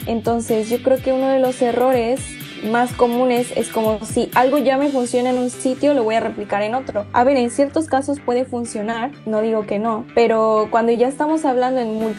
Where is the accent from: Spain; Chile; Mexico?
Mexico; Huejutla de Reyes, Hidalgo; moved away; siendo mexicana, siendo huejutlense